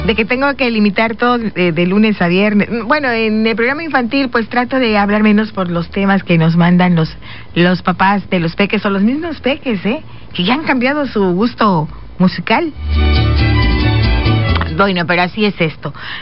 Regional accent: Juchitán, Oaxaca, Mexico; de donde yo vengo y del Istmo de Tehuantepec, de Oaxaca, de Juchitán. Esa es la manera de hablar de nosotros.

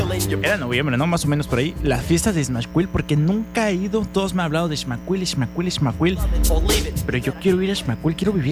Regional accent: Yucatán, Mexico; Me gusta mucho como yucateco decir la calor.

